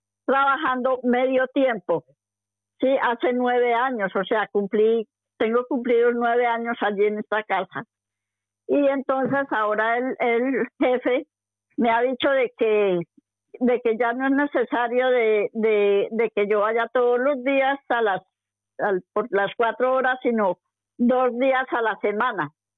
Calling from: Móstoles, Community of Madrid, Spain; me comunico aquí de Móstoles.

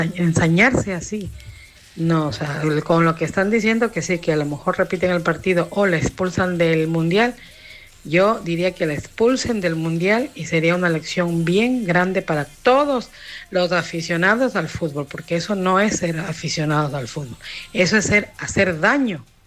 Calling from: Ecuador

